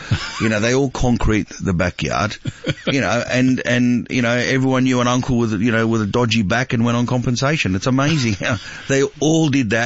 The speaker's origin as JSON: {"language": "English", "town": "Sydney", "region": "New South Wales", "country": "Australia", "tie": "born or raised there", "said": "Yeah, I grew up in Sydney, Australia."}